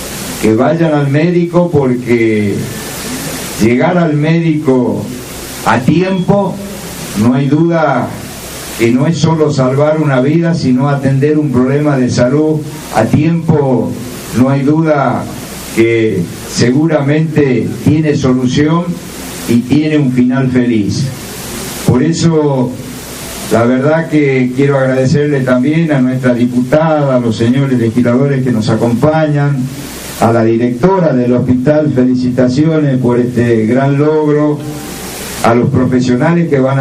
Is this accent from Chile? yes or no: no; Tucumán, Argentina